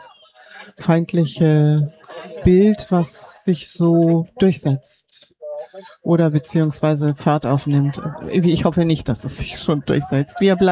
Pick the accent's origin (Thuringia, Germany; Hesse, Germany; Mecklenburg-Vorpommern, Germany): Mecklenburg-Vorpommern, Germany; Bad Doberan; Also ich selber bin aus Bad Doberan.